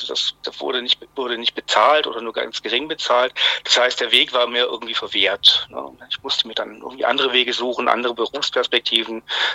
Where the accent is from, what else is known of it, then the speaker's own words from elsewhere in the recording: Baden-Württemberg, Germany; moved away as an adult; also born or lived in Frankfurt am Main / Berlin; now in Moscow, Russia; Ich bin 69 geboren. Ich bin gebürtiger Schwabe eigentlich. Meine Eltern sind allerdings keine Schwaben. Daher ein gespaltenes Verhältnis zum Schwäbischen. Meine Eltern sind aus der DDR.